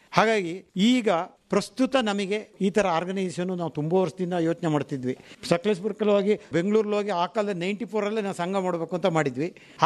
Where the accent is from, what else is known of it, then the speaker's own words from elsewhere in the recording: Karnataka, India; ಈ ಥರ ಕಂಡೀಷನಲ್ಲಿ ನಾವು ಬೆಳೆದವರು. ಯಾಕೆಂತೇಳಿದರೆ ಇಲ್ಲಿ ಯಾವ ನ್ಯೂನತೆ ಇಲ್ಲ ನಮ್ಮ ಈ ಏರಿಯಾದಲ್ಲಿ, ಮಲೆನಾಡಲ್ಲಿ.